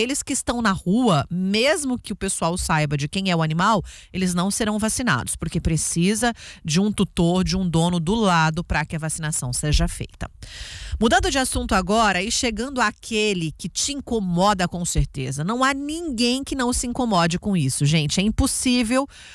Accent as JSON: {"language": "Portuguese", "town": "Aquidauana", "region": "Mato Grosso do Sul", "country": "Brazil", "said": "Sou de Aquidauana"}